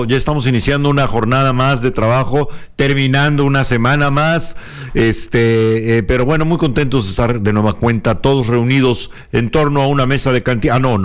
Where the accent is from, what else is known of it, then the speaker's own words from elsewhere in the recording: Tabasco, Mexico; somos tabasqueños y así hablamos aquí en Tabasco.